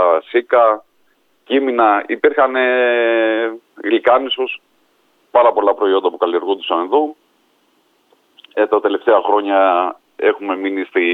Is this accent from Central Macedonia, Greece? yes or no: no; Patrika, North Aegean, Greece